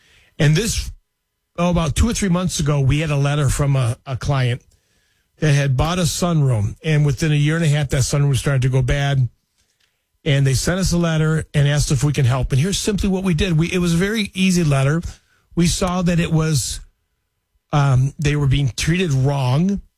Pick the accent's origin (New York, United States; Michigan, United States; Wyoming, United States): Michigan, United States; And when the guy was done speaking, I told him I'm from Michigan.